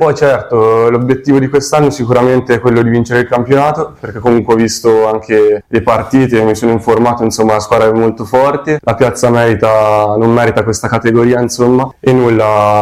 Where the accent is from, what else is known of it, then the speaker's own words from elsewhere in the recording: Perugia, Umbria, Italy; vengo da Perugia, tifoso del Perugia, e niente, ho fatto tutto il settore giovanile a Perugia